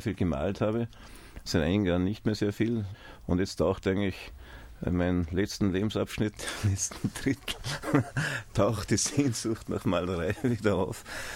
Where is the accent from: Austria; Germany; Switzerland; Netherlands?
Austria; Salzburg; dass ich nahezu mitten im Wald aufgewachsen bin in Pinzgau